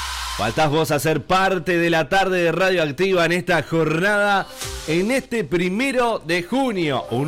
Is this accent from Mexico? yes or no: no; Uruguay